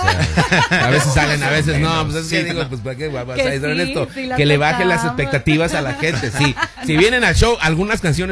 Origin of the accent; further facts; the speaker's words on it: Mexico City, Mexico; uno pues como mexicano, yo soy de acá de la Ciudad de México